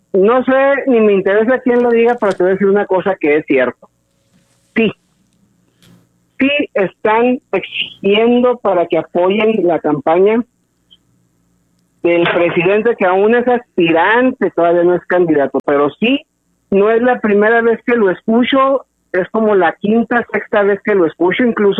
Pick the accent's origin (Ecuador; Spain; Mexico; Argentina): Mexico; como buen mexicano que somos